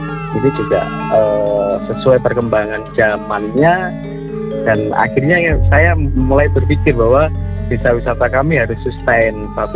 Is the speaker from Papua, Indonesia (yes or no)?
no; Kulon Progo, Special Region of Yogyakarta, Indonesia; kami Segaji itu nama dusun sebenarnya, desanya di Argo Tirto. Kita di desa Argo Tirto.